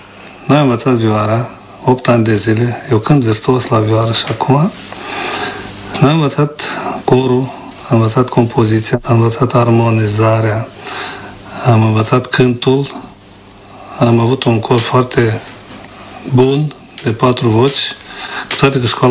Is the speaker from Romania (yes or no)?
no; Gagauzia, Moldova; Deci, școala normală mi-a întărit, cum s-ar spune, izvoarele cântecului, izvoarele muzicii născute în satul meu natal și în mijlocul poporului meu găgăuz.